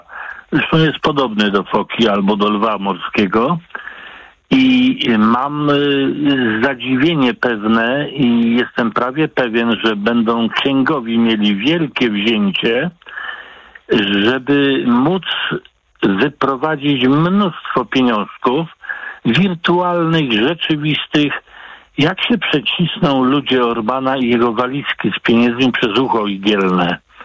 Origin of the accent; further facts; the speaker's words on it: Poznań, Greater Poland Voivodeship, Poland; kłaniam się z tradycyjnym nastroju ironicznego skorpiona, rodowitego poznaniaka.